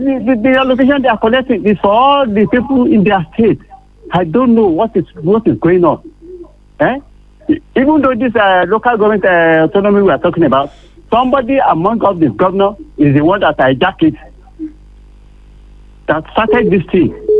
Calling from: Ondo, Nigeria; I'm calling from Ondo.

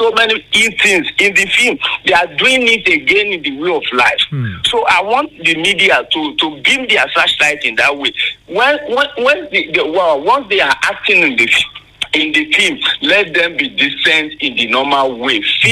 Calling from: Akure, Ondo, Nigeria; from Akure.

